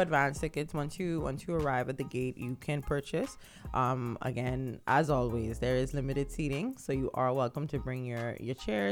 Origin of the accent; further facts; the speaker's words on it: Bahamas; There you go. Made in the Bahamas.